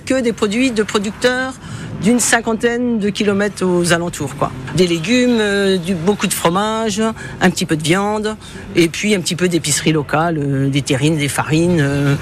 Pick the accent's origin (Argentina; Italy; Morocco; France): France; Fontenoy, Bourgogne-Franche-Comté; Ah non, moi je suis de Fontenoy. Enfin, j'habitais Fontenoy juste à côté. Bon, maintenant j'ai déménagé